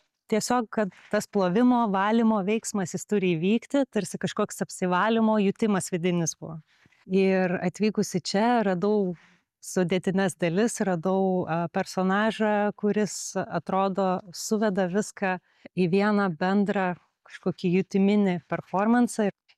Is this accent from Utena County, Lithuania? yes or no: no; Darbėnai, Klaipėda County, Lithuania; now in Šiauliai, Lithuania; aš esu iš Darbėnų, miestelio kitame Lietuvos krašte, bet taip pat su labai panašia istorija kaip Žagarės